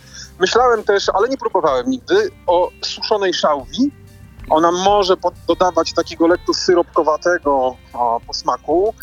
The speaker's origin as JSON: {"language": "Polish", "town": "Warsaw", "region": "Masovian Voivodeship", "country": "Poland", "tie": "born or raised there", "said": "przy mojej szkole podstawowej, akurat na Woli"}